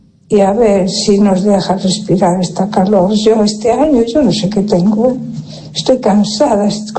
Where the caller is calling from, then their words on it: A Coruña, Galicia, Spain; de Coruña, pero todavía no lo he dicho.